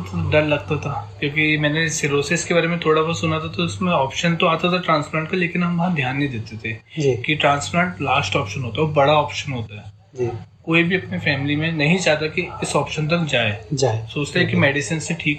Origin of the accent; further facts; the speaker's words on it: Bhopal, Madhya Pradesh, India; मैं भोपाल का रहने वाला हूँ